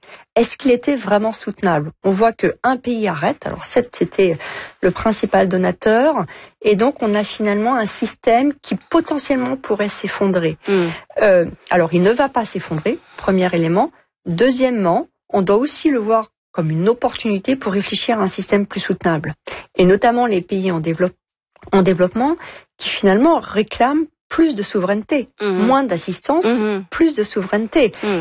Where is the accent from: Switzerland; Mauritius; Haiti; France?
France